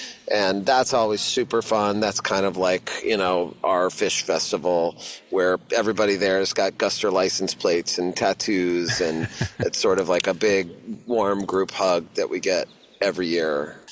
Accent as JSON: {"language": "English", "region": "Texas", "country": "United States", "lives_now": "Vermont, United States", "said": "Well, I'm actually from Texas, and we didn't have the salmon in Texas."}